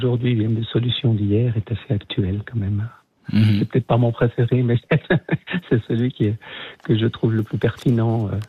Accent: Vaud, Switzerland; Les vaudoiseries, puisque je suis vaudois d'origine.

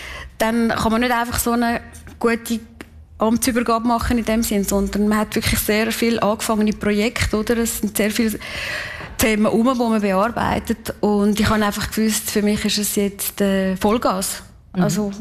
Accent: Kaltbrunn, St. Gallen, Switzerland; born or raised there

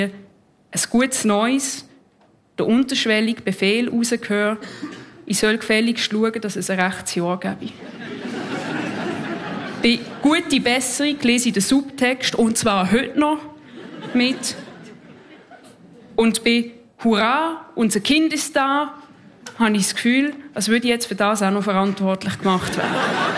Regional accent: Basel, Basel-Stadt, Switzerland; ich komme aus Basel, ich bin Slam-Poetin und Spoken-Word-Autorin.

